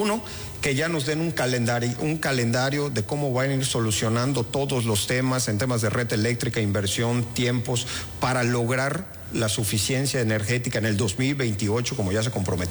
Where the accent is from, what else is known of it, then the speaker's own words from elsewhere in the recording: Yucatán, Mexico; hagamos equipo como Yucateca y yucatecos